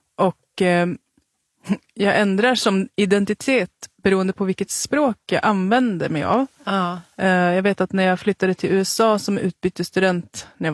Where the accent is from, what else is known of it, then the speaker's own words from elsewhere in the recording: Haparanda, Norrbotten County, Sweden; now in Stockholm, Sweden; Men jag tänker att vi har ju också tvättat bort våran dialekt. Mm. För så här pratar man inte i Haparanda som vi gör.